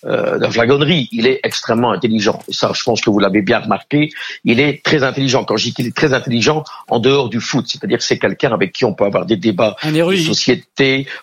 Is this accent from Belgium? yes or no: yes; Belgium; quand je suis pas belge, je suis français